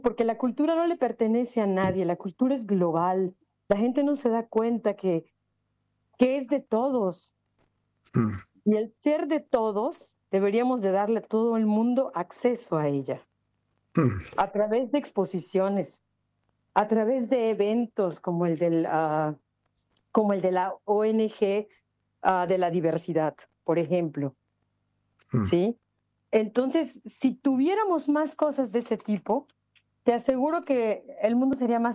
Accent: Yucatán, Mexico; yo soy de Yucatán, a mí no me tocó aprender maya

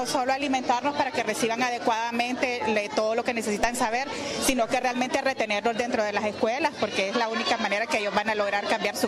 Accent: Tegucigalpa, Francisco Morazán, Honduras; Yo vengo de San Pedro Sula, soy de Tegucigalpa, pero vengo de San Pedro Sula.

